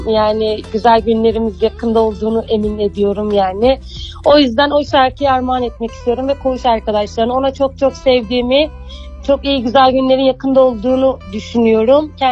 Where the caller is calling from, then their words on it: Alaplı, Zonguldak, Turkey; Zonguldak Halaplı … Zonguldak Halaplı'dan arıyorum.